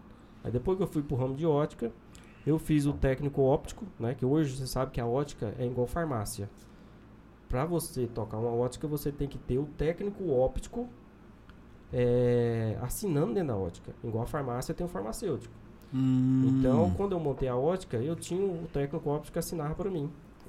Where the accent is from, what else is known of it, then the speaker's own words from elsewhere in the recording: Nova Chavantina, Mato Grosso, Brazil; now in Barra do Garças, Brazil; Aí, quando eu era mais novo, ficou umas idas e vindas, né? Que meu pai veio pra Barra quando eu tinha uns 6, 7 anos. Ficou um tempo, depois voltou pra Nova Chavantina.